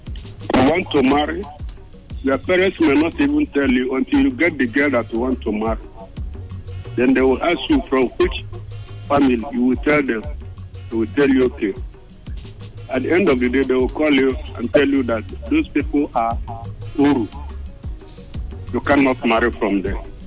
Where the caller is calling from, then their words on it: Nando, Anambra, Nigeria; I'm from Nando.